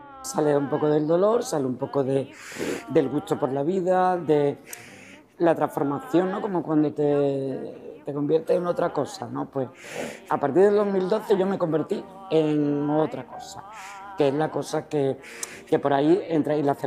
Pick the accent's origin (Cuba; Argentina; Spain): Spain; Seville, Andalusia; yo soy de Bellavista, en Sevilla, en un barrio.